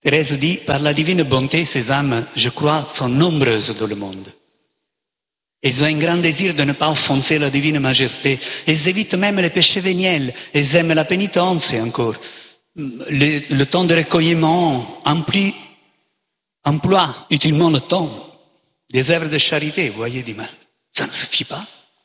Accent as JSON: {"language": "French", "country": "Italy", "moved": "yes", "said": "l'Italie, mon pays d'origine"}